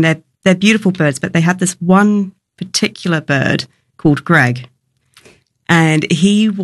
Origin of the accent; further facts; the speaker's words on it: New Zealand; now in Melbourne, Australia; Growing up in New Zealand, we had a large number of flightless birds